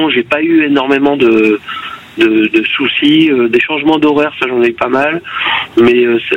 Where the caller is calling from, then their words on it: Bordeaux, Nouvelle-Aquitaine, France; moi je suis à Bordeaux